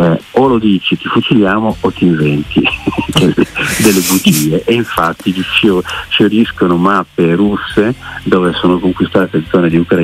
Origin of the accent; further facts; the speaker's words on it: Milan, Lombardy, Italy